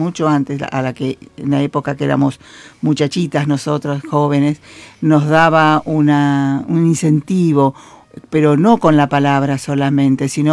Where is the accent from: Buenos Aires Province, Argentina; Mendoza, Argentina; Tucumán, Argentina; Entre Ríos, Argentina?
Buenos Aires Province, Argentina; Los Toldos; born there; now in Longchamps, Argentina; yo nací en Los Toldos hace más de 70 y largos años, en Los Toldos. Luego nos quitaron la tierra, nos tuvimos que ir.